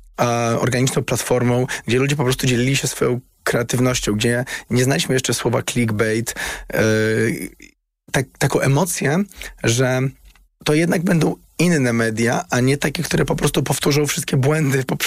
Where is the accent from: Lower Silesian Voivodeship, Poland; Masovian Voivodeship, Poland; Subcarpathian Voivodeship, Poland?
Masovian Voivodeship, Poland; Warsaw; Ja wychowałem się na Saskiej Kępie i wciąż tam mieszkam